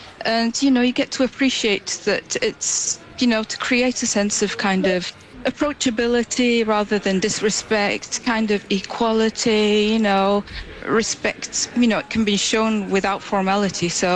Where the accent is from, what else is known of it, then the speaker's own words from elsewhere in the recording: Syria; Well, my experience growing up in Syria, it's pretty much like the situation in Nigeria.